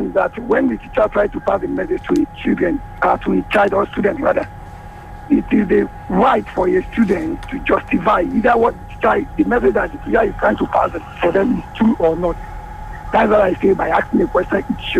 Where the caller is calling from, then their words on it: Nigeria; from Alori.